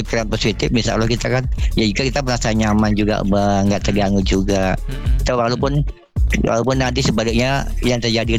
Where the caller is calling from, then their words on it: Jakarta, Indonesia; Oke, Prompat FM, saya dari Jakarta.